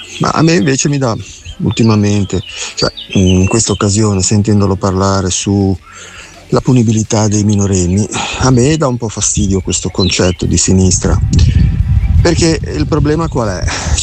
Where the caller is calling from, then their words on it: Genoa, Liguria, Italy; da Genova.